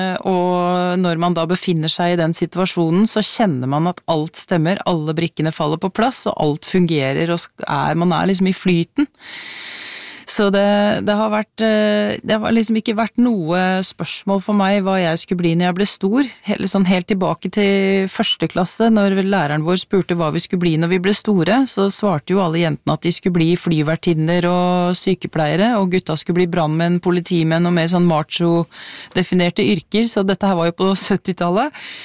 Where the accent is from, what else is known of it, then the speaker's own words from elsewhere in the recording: Nesodden, Akershus, Norway; moved away; Jeg vokste jo opp på Nesodden utenfor Oslo, så var omringet av sjø på alle kanter.